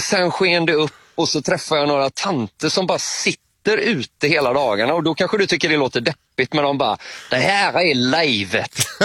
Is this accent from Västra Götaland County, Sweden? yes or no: yes; Kungälv, Västra Götaland County, Sweden; Men jag menar Kungälv, Komarken, det är ju där jag är ifrån.